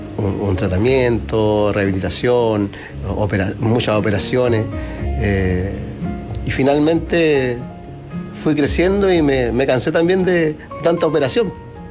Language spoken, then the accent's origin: Spanish; Talca, Maule, Chile; born there; Bueno, yo nací en 1980 en la ciudad de Talca.